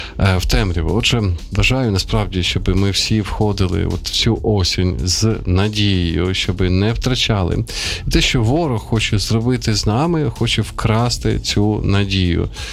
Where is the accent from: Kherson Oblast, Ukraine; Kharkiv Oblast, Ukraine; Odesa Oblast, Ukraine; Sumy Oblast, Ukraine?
Sumy Oblast, Ukraine; Sumy; moved away; Це моє рідне місто теж